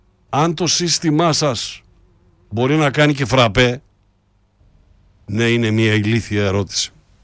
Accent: Greece; Ντρέπομαι που το λέω σαν Έλληνας.

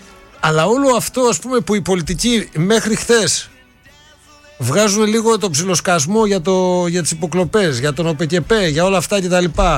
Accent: Greece; γιατί είμαι Έλληνας

